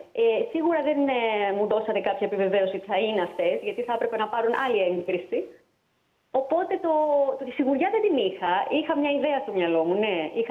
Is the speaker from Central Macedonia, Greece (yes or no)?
yes; Thessaloniki, Central Macedonia, Greece; born there; moved away as an adult; also born or lived in Italy; Μετά πήγα στο μουσικό γυμνάσιο και λύκειο της Θεσσαλονίκης. Οπότε είχα να κάνω με μουσική από πολύ μικρή. Έφυγα στην Ιταλία για να σπουδάσω μουσικολογία.